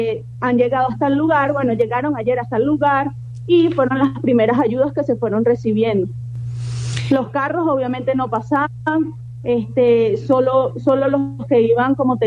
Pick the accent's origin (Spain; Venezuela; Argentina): Venezuela; Como venezolanos necesitamos mucha ayuda